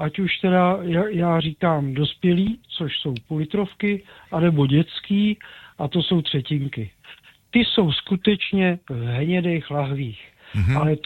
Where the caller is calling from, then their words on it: Plzeň, Plzeň Region, Czechia; jsem Plzeňák